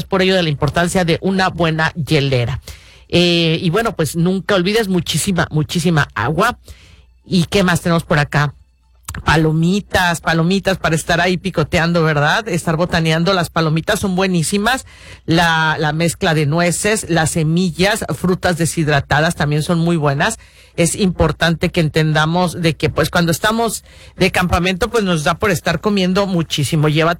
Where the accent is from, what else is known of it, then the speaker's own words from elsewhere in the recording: Mexico; como mexicanos, pues, no llevamos las tortillas.